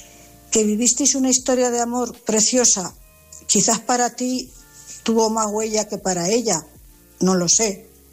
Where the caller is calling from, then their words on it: Cuenca, Castilla-La Mancha, Spain; corresponsal de Cuenca.